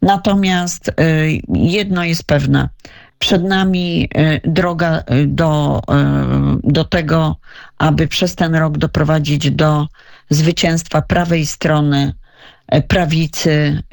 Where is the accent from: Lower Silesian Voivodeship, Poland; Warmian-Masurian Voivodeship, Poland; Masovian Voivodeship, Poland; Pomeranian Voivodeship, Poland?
Masovian Voivodeship, Poland; Radom; Ja tutaj pochodzę z Radomia, mam tu wspaniałych kolegów